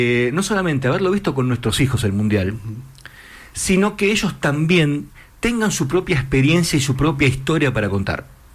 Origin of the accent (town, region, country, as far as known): Argentina